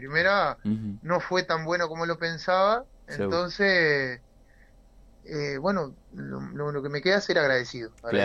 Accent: Salto, Uruguay; born there; also born or lived in Artigas; now in San Carlos, Uruguay; yo igual ahora estoy viviendo en San Carlos hace 4 años. Y la mayor parte de mi etapa la viví en Salto. Nací en Artigas, pero la cantidad de años que he vivido en Salto no lo he vivido en Artigas.

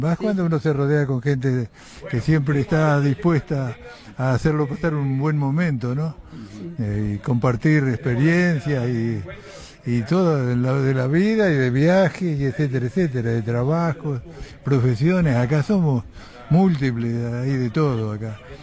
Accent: Canelones, Uruguay; Venimos de Canelones, venimos. Siempre estamos con el grupo alrededor del país

